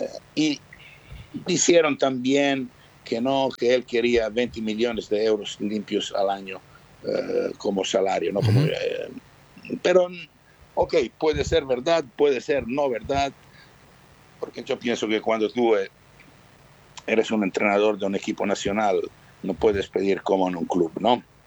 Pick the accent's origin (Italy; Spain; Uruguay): Italy; Spanish is a second language; moved away; yo como italiano